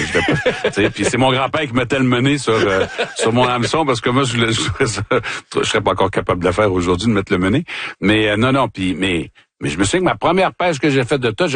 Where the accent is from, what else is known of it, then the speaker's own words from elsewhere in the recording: Sorel, Quebec, Canada; Oui, parce que moi, j'ai grandi à Sorel